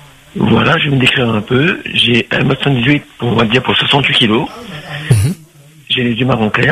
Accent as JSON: {"language": "French", "town": "Saint-Denis", "country": "France", "said": "Je suis de Saint-Denis."}